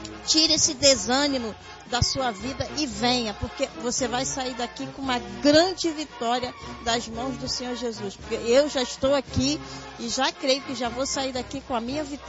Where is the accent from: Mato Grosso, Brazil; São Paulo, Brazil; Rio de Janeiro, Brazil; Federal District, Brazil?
Rio de Janeiro, Brazil